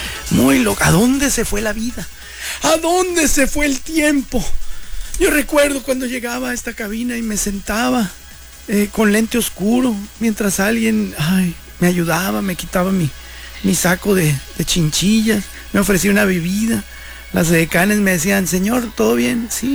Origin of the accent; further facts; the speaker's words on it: Mexico; nuestro deber como mexicanos